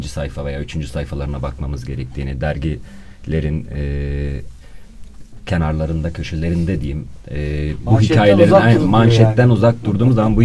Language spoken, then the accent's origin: Turkish; Tarsus, Mersin, Turkey; Ben de Mersinliyim, Mersin Tarsusluyum.